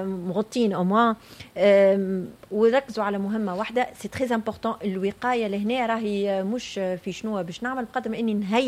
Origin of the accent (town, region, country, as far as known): Tunisia